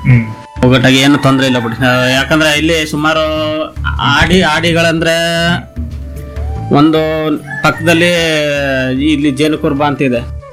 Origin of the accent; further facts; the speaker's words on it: Karnataka, India; ನಾವೀಗ ಇಲ್ಲಿ ಬಂದು ನನಗೀಗ ಒಂದು 37 ವರ್ಷ, 37 ವರ್ಷದಿಂದ ನಮ್ಮಲ್ಲಿ ಇವ್ರಲ್ಲಿದ್ದೀವಿ.